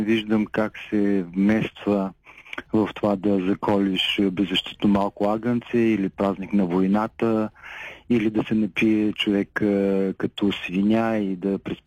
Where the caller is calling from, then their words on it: Varna, Varna Province, Bulgaria; от Варна.